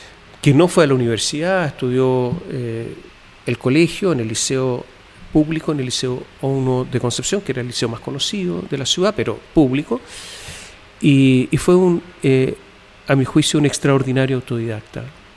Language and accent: Spanish; Italy; also born or lived in United States; yo soy italiana. Yo nací en Estados Unidos por casualidad y tenía naturalmente que nacionalidad italiana